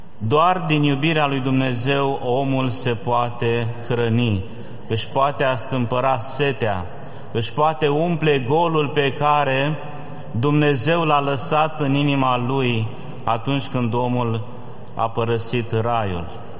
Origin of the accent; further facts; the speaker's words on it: Romania; ne dă curaj nouă ca români